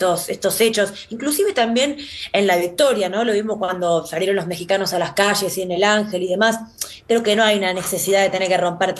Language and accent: Spanish; Argentina; Nos ha pasado a nosotros también, como argentinos, ir a Brasil